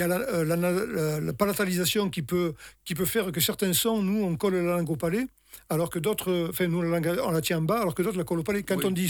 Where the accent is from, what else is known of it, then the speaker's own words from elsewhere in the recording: Aix-en-Provence, Provence-Alpes-Côte d'Azur, France; born there; moi je suis né à Aix, ben, je parle le provençal.